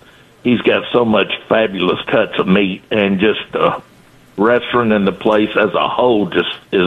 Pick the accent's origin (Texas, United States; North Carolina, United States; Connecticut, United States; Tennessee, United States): Tennessee, United States; Nashville; born there; now in Nolensville, United States; I've got to find my way from Nolensville to East Nashville. And my family started out growing up in East Nashville.